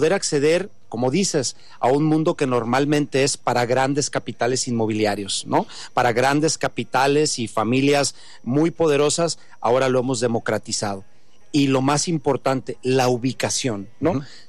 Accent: Michoacán, Mexico; now in Guadalajara, Mexico; Michoacán, de donde soy originario, aunque tengo ya más de 20 años viviendo en Guadalajara.

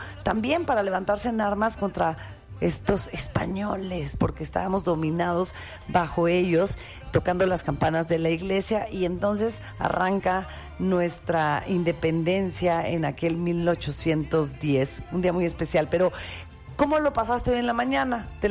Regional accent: Mexico; somos mexicanos, orgullosamente mexicanos.

